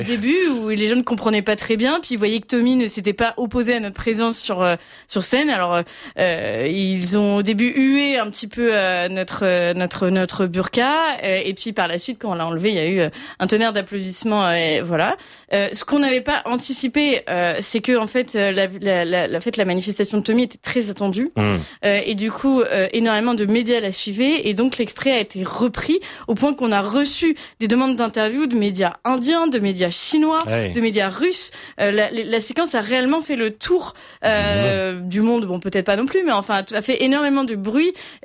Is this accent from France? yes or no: yes; France; accent: French; Vous verrez mon accent français, oui.